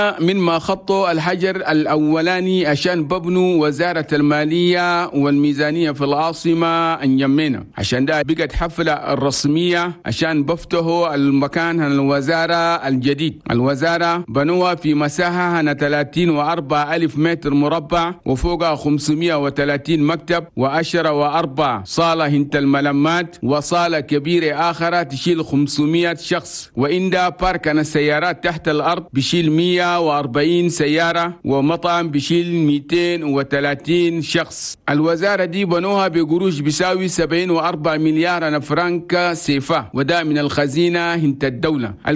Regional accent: Chad; عشان ده بلدنا تشاد

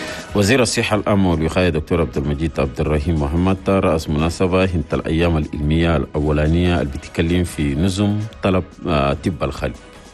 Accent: Chad

